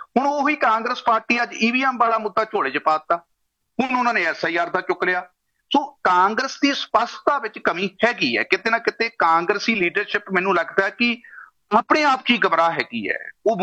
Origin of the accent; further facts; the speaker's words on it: Punjab, India; now in Canada; ਅੱਜ ਅਸੀਂ ਕੈਨੇਡਾ ਦੀ ਧਰਤੀ ਤੇ ਬੈਠੇ ਹਾਂ ਜਾਂ ਪੰਜਾਬ ਚੋਂ ਅਸੀਂ ਪੰਡ ਗਏ ਸੀ